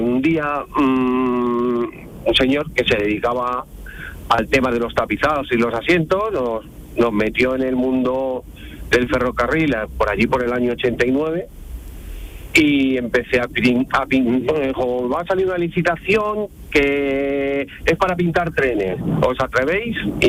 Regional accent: Madrid, Community of Madrid, Spain; now in Málaga, Spain; Vengo de la Laguna Grande al centro de Renfe de aquí de Málaga y vamos, con caravana, como siempre, vamos. El atasco de cada día. Yo vengo de Madrid y esto es igual o parecido

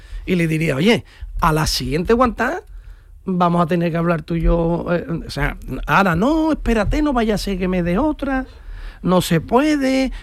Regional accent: Spain; Yo como español no sé qué tengo que temer de Marruecos

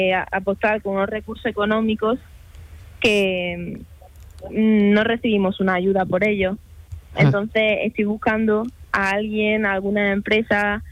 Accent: Almería, Andalusia, Spain; puedo conseguir llevar a Almería a una Olimpiada, llegar a mi tierra

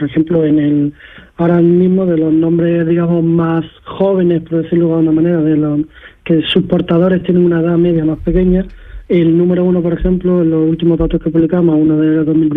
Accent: Granada, Andalusia, Spain; Es un nombre típico en mi ciudad, en Granada. Yo soy nacido en Granada.

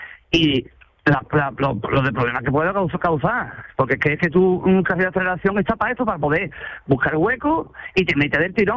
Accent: Jerez de la Frontera, Andalusia, Spain; Exacto. Yo soy de Jerez, claro.

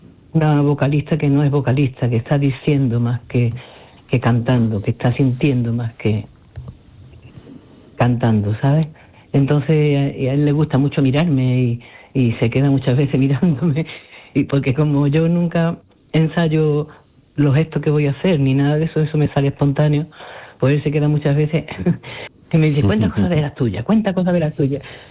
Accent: Andalusia, Spain; Y siempre se nos nota en todo que estamos unidos, que somos andaluces y que amamos la música por encima de todas las cosas.

